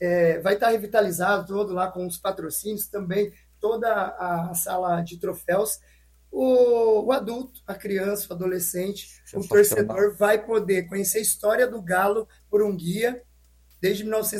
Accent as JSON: {"language": "Portuguese", "town": "Limeira", "region": "São Paulo", "country": "Brazil", "tie": "born or raised there"}